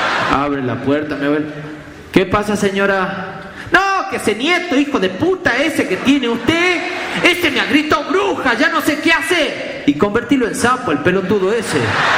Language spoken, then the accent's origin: Spanish; Famaillá, Tucumán, Argentina; en mi pueblo, en Famaya